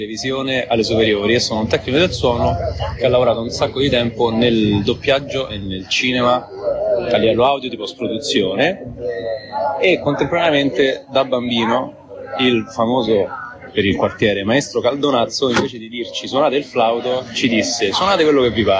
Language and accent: Italian; Rome, Lazio, Italy; Io sono cresciuto a Roma Ovest.